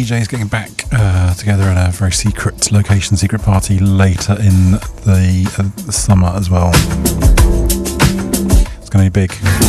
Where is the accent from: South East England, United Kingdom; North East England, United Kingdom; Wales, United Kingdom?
South East England, United Kingdom; Brighton; Spent the morning trying to raise the revolution in my hometown.